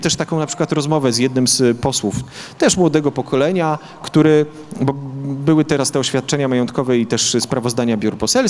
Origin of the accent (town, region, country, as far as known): Podlaskie Voivodeship, Poland